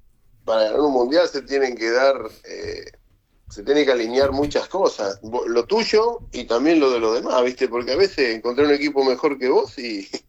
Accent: Argentina

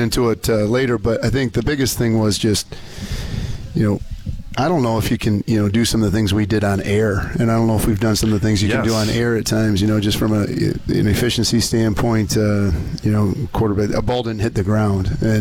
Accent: Genesee County, Michigan, United States; So I grew up on Bristol Road.

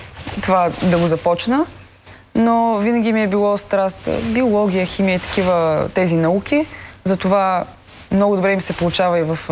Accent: Plovdiv, Plovdiv Province, Bulgaria; предпочитам хубава компания с вкусна вечеря в Пловдив, откъдето съм аз.

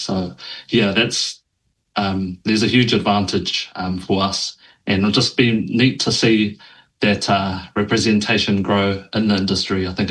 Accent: Tauranga, Bay of Plenty, New Zealand; moved away as an adult; also born or lived in Auckland; I'm a junior Māori indie game developer. I'm from Tauranga, but I lived in Auckland studying game design, and I've actually graduated last year.

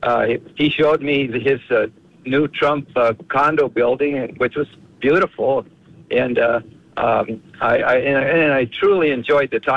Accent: North Dakota, United States; So I'm from North Dakota.

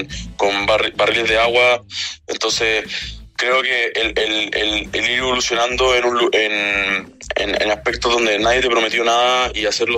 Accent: Chile; ya que creo que somos muchos los chilenos que podemos llegar a estar ahí.

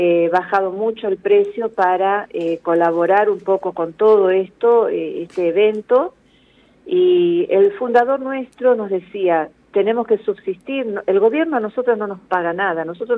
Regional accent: Rosario, Santa Fe, Argentina; Yo soy de Rosario y conocí a las hermanas en Rosario cuando tenía 12 años

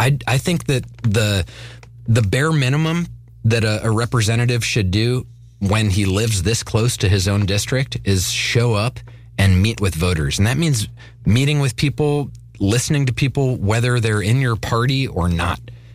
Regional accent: Bellevue, Maryland, United States; I'm from Talbot County, Bellevue, which is right in between St. Michael's and Easton.

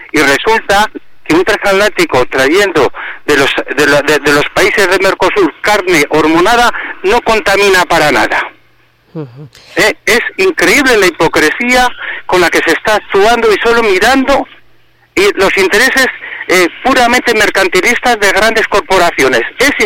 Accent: Foncea, La Rioja, Spain; mi pueblo Foncea, si no es por la rápida intervención de los agricultores, se hubiese quemado.

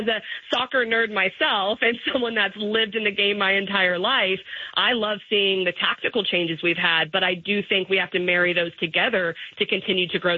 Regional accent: Arlington, Texas, United States; I'm from Arlington, Texas, so I love that.

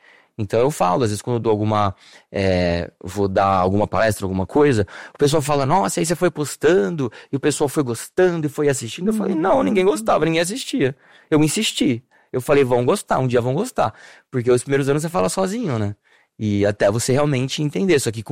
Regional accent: Vila Militar, Rio de Janeiro, Brazil; eu amo a minha vida, é muito legal aqui eu crescendo na Vila Militar, por exemplo, mas não é só isso.

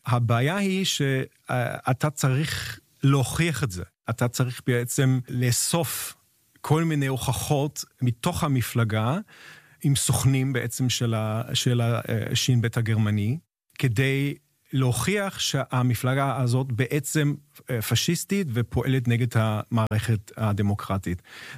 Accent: Germany; Hebrew is a second language; בוודאי שזה היה משהו מאוד מיוחד לחיות בישראל בתור גוי גרמני.

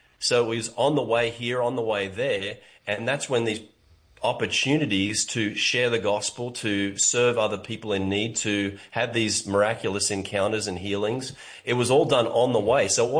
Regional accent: Ballina, New South Wales, Australia; No, I grew up in Australia. First 22 years of my life, grew up in a little town called Ballina on the east coast of Australia.

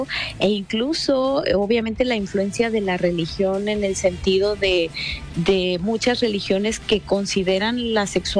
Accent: Mexico

